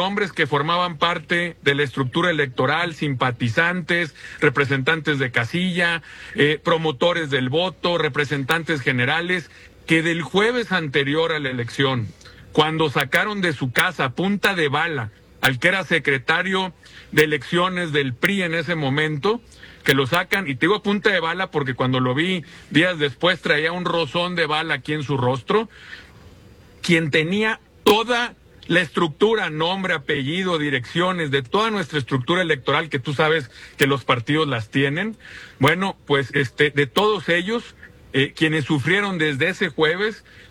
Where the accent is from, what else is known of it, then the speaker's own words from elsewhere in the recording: Sinaloa, Mexico; Fue una campaña como somos los sinaloenses, franco, directa, alegre.